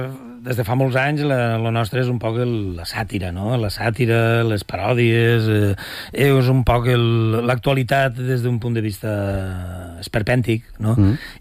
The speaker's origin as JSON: {"language": "Catalan", "town": "Valencia", "region": "Valencian Community", "country": "Spain", "said": "Jo vinc de València, del País Valencià"}